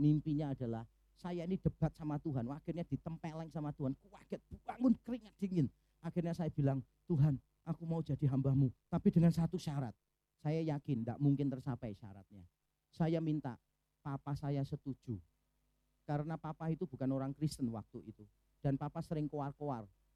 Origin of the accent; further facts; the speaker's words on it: Semarang, Central Java, Indonesia; Besok papa ke Surabaya, saya berasal dari Semarang.